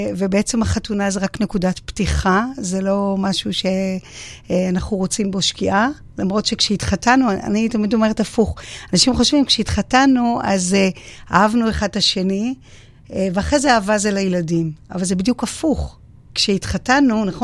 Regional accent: Jerusalem, Jerusalem District, Israel; born there; now in Haifa, Israel; אני תושבת חיפה. מאוד אוהבת את חיפה. נולדתי בירושלים, אבל אני תושבת חיפה.

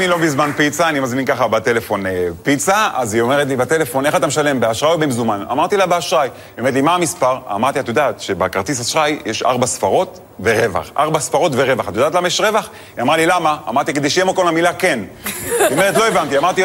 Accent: Netanya, Central District, Israel; now in Tel Aviv, Israel; האמת, אני גדלתי בנתניה.

